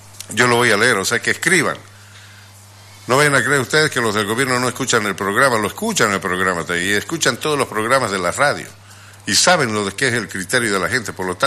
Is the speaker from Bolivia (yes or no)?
yes; Bolivia; ya sabemos cómo somos los bolivianos